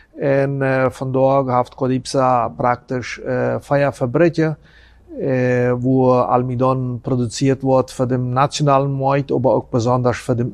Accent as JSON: {"language": "German", "town": "Friesland", "region": "San Pedro", "country": "Paraguay", "also_born_or_lived": "Chaco", "said": "Also, ich komme ursprünglich aus Friesland."}